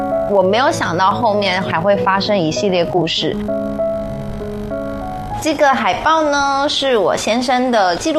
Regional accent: Taiwan; now in Foshan, China; 我来自宝岛台湾。在2023年的时候，我定居佛山，成为了一个新的佛山人。

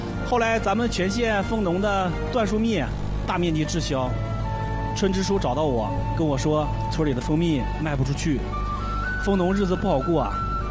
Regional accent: Raohe County, Heilongjiang, China; 我从小在深山里长大，和大多数农村青年一样

